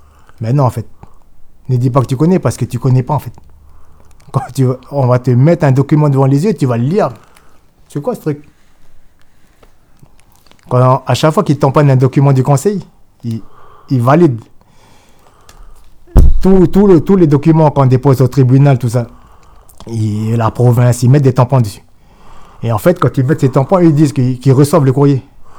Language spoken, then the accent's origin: French; New Caledonia; Nous, on est des Kanaks. On n'est pas des Français.